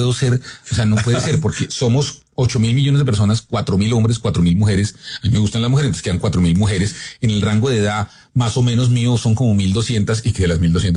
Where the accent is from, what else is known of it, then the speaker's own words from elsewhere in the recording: Fontibón, Bogotá, Colombia; Pues yo nací en un inquilinato en Fontibón, viví en Kennedy, en el barrio de las Américas, luego viví en el barrio Bavaria